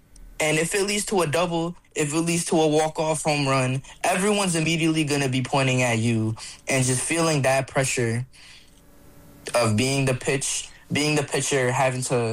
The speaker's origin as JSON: {"language": "English", "town": "New York City", "region": "New York", "country": "United States", "tie": "born or raised there", "said": "my hometown, Corona Queens"}